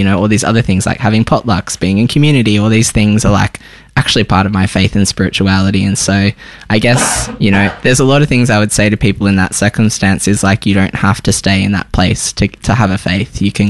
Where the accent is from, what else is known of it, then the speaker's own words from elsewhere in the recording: Tamworth, New South Wales, Australia; also born or lived in Sydney; now in Melbourne, Australia; I grew up in Tamworth. I moved to Sydney, did my studies, started the church there, did all my kind of like harsh Christianity, wonderful Christianity journey in Sydney, and then I've been down in Naarm in Melbourne for the last year or so.